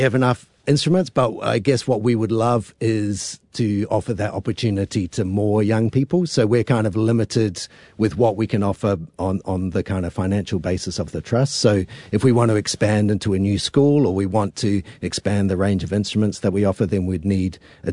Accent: New Zealand; moved away as an adult; also born or lived in United Kingdom; I enjoyed the life in the UK, but I thought for children growing up in New Zealand, that was a really special time for me

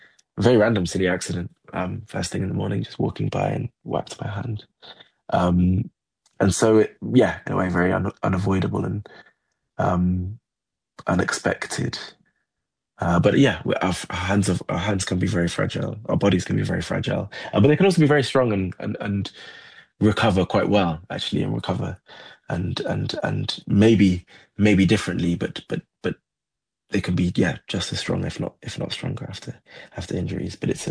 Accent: Nottingham, East Midlands, United Kingdom; born or raised there; now in London, United Kingdom

